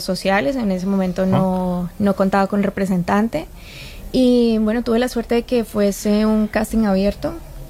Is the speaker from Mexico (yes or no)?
no; Colombia; now in Spain; Sí, soy colombiana